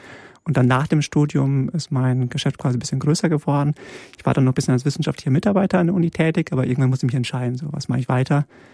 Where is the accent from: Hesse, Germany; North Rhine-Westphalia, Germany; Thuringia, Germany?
North Rhine-Westphalia, Germany; Lünen; first language Polish; also born or lived in Poland / Münster; now in Bremen, Germany; im Ruhrgebiet aufgewachsen, okay. Also näher Dortmund, Lünen, Kleinstadt.